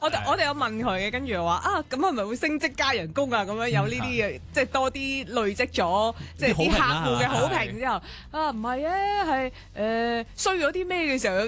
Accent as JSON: {"language": "Cantonese", "country": "Hong Kong"}